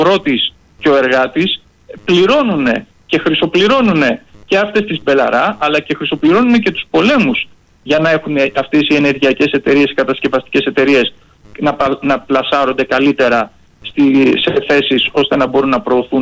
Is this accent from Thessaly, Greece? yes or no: yes; Thessaly, Greece; για παράδειγμα που είμαι και από τη Μαγνησία